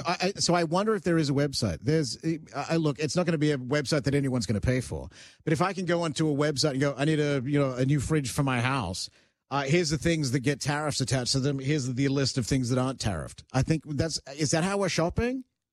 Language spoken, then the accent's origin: English; Canada; as a Canadian consumer